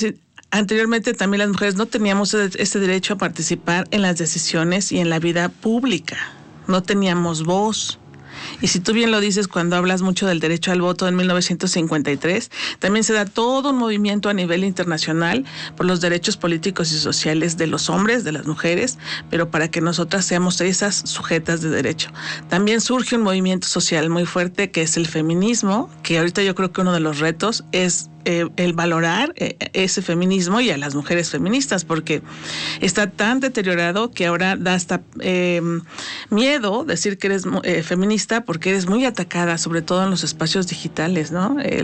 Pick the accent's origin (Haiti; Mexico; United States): Mexico; born there; yo, que ya tengo más de 50 años, nací sin que en México estuviera el derecho a la igualdad entre hombres y mujeres.